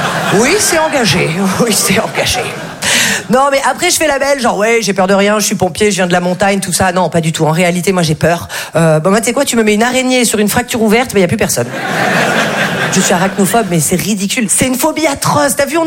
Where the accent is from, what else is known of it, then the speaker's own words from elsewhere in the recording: Val-de-Blore, Provence-Alpes-Côte d'Azur, France; moi, je viens d'un tout petit village qui s'appelle Val-de-Blore. C'est sublime, mais alors, il faut pas du tout se faire mal là-bas, parce que si tu veux aller aux urgences, il faut faire 2 heures de route.